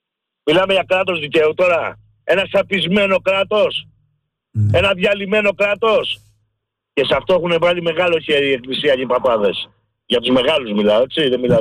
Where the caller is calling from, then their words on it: Acharnes, Attica, Greece; από Αχαρνέ